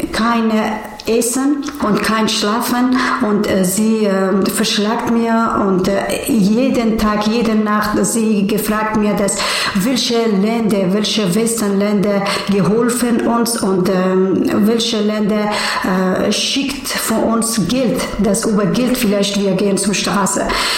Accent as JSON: {"language": "German", "region": "Kabul", "country": "Afghanistan", "second_language": "German", "said": "Ja, ich komme aus Afghanistan und ich geboren in Kabul, Hauptstadt von Afghanistan. Und leider jetzt sind Taliban sind in unserer Heimat"}